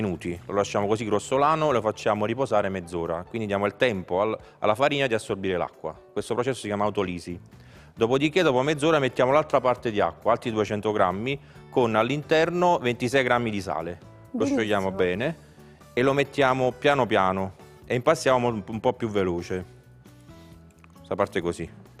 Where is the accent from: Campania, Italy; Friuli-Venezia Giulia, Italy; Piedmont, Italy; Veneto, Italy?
Campania, Italy; Ischia; una pizza dedicata alla mia isola, l'Oro d'Ischia.